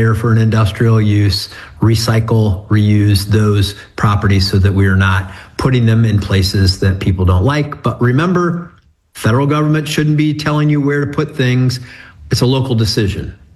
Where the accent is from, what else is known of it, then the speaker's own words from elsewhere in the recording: United States; growing up in Williams County, the fair used to be very close to where my high school was